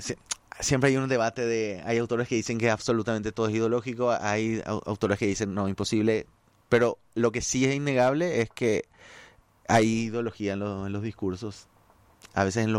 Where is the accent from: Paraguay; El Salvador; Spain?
Paraguay